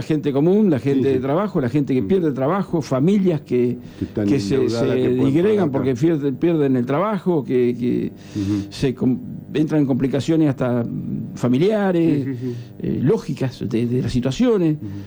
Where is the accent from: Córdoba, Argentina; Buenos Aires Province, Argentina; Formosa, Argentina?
Buenos Aires Province, Argentina; Ayacucho; moved away; Yo adoro a mi pueblo, ¿no? Ayacucho.